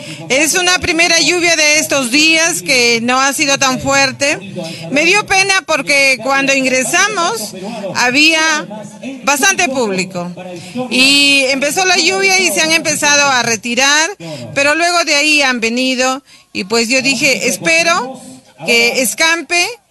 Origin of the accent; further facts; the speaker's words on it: Chuquisongo, La Libertad, Peru; nuestro pueblo de Chuquisongo